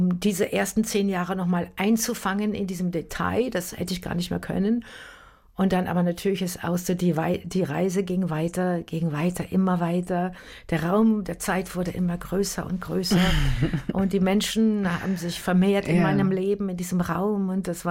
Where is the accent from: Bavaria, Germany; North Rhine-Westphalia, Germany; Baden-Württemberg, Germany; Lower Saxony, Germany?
North Rhine-Westphalia, Germany; Münster; Und wir waren in diesem Theater in Münster, meiner Heimatstadt